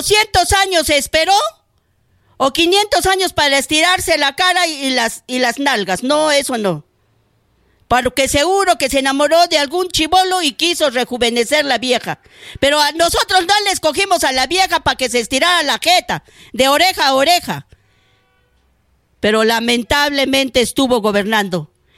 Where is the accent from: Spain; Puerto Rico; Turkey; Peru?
Peru